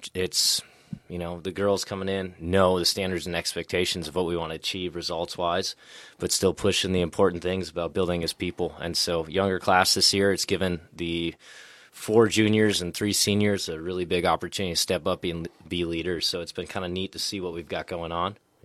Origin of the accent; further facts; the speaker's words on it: Wisconsin, United States; moved away as an adult; also born or lived in Florida; now in Nebraska, United States; I grew up in Wisconsin, right.